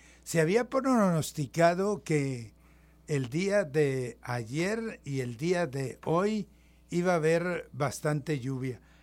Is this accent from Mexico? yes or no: yes; Mexico; no nos cansemos de decir que somos mexicanos.